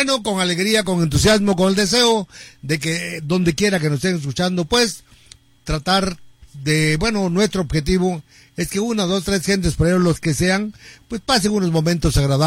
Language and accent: Spanish; San Pablo Huixtepec, Oaxaca, Mexico; en cualquiera de nuestros pueblos bonitos que nos estén escuchando, aquí en mi pueblo de San Pablo Huixtepec. Gracias a mi gente que nos escucha.